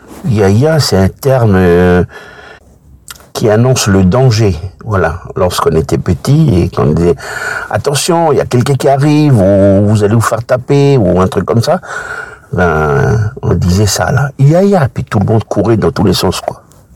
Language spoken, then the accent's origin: French; Lifou, Loyalty Islands Province, New Caledonia; also born or lived in Nouméa / Ouvéa; Dans mon enfance, je suis né à Nouméa. Ensuite, j'ai vécu à Ouvéa, puis Lifou. On va dire que dans mon enfance, j'ai grandi à Lifou.